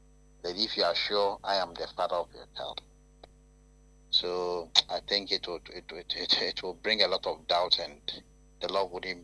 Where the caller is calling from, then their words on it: Kumasi, Ashanti, Ghana; from KNUST.